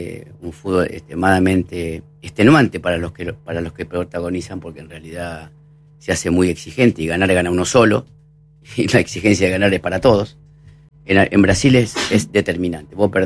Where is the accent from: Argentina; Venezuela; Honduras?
Argentina; Casilda, Santa Fe; moved away as an adult; now in Brazil; Yo vengo de Casilda, arranqué en Ecuador, en Bolivia, en Perú